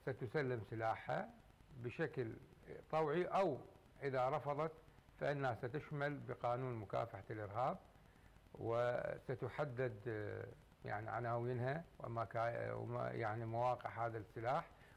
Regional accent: Iraq; ونحن كعراقيين بوطننا عراقيين

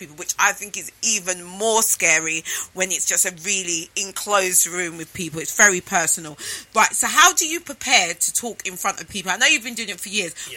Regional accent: Jamaica; now in United Kingdom; being a Jamaican in the UK, and, you know, just showing people that they can do it.

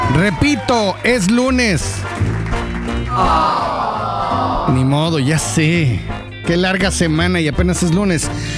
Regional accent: State of Mexico, Mexico; now in Mérida, Mexico; Yo que vengo del Estado de México

